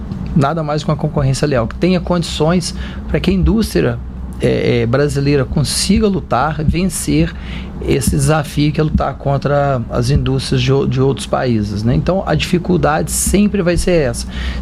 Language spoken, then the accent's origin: Portuguese; Brazil; Somos brasileiros.